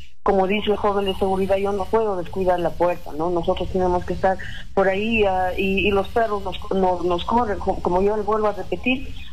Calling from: Cajamarca, Peru

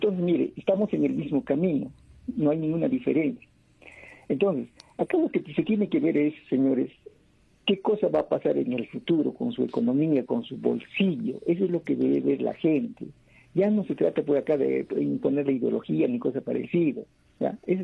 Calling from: Juliaca, Puno, Peru; aquí, de Juliaca.

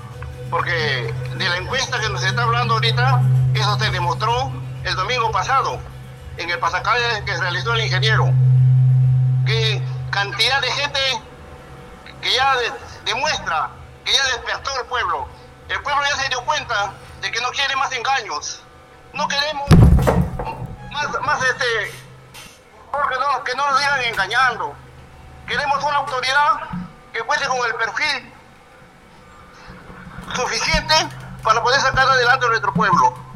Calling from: Peru; Yo soy hermano de acá, cercano de Tucumán

